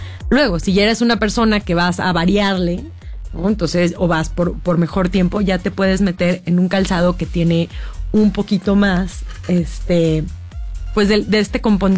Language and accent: Spanish; Mexico City, Mexico; pensándolo como chilanga, ¿no? No tenemos oportunidad las mujeres tantas de salir a correr en la noche. O sea, la seguridad sí o sí sigue siendo un tema en la Ciudad de México.